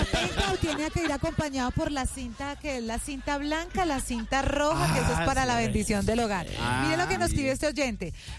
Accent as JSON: {"language": "Spanish", "country": "Colombia", "said": "Todas creen que hablamos como"}